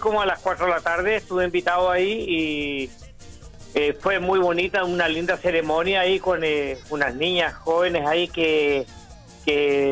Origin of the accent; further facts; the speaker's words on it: Chile; soy chileno.